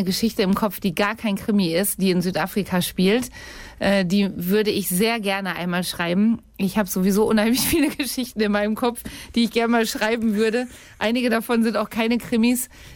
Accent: Minden, North Rhine-Westphalia, Germany; Im Endeffekt ist Minden aber meine Heimat und hier lebt meine ganze Familie, meine Eltern. Und ich liebe diese Stadt.

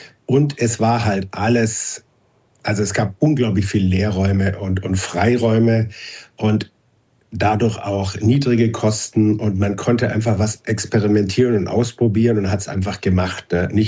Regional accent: Swabia, Germany; ich komme aus dem Schwabenland

